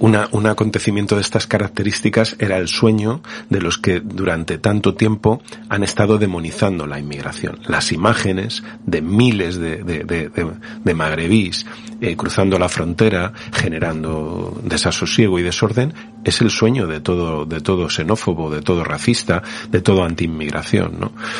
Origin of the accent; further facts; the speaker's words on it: Castile and León, Spain; Yo vengo de Castilla y León, que es una tierra en la que muere más gente de la que nace, mucha más gente de la que nace, en la que la pirámide poblacional está claramente invertida